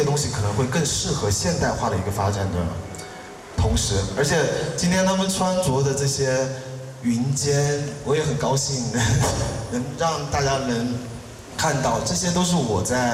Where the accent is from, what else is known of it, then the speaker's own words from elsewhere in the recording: Tongren, Guizhou, China; born there; also born or lived in Guiyang / Beijing / United States; 我来自贵州铜仁沿河土家族自治县，我是一个土家族青年。然后我在初中的时候来到贵阳，然后在贵阳读完初中高中以后，去了北京服装学院学习服装设计。